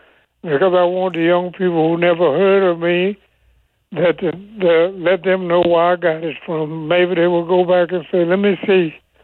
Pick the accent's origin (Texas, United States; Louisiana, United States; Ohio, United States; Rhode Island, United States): Louisiana, United States; You know, I'm from Louisiana.